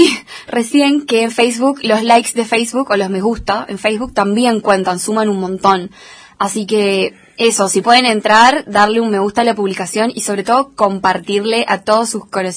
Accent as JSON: {"language": "Spanish", "region": "Tucumán", "country": "Argentina", "moved": "yes", "lives_now": "Esquel, Argentina", "said": "yo soy de Tucumán, vengo de una sociedad que es bastante consumista, tendemos como a acumular"}